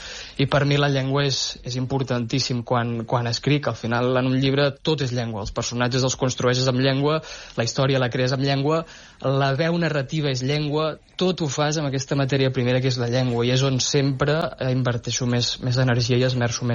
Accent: Navàs, Catalonia, Spain; gran en un poble a l'interior de Catalunya, i aquí el meu referent lingüístic van ser les persones grans del meu poble, que és Navàs.

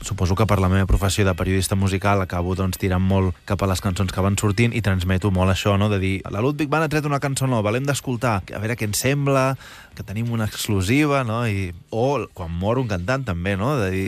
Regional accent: Vilanova i la Geltrú, Catalonia, Spain; com que som de la comarca del Garraf i jo sóc de Vilanova

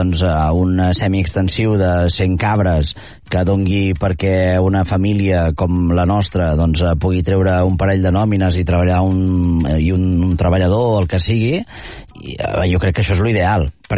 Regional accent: Catalonia, Spain; Jo sóc d'Osona i ja saps que ens costa abraçar-nos i tal, i som una gent una mica seca.

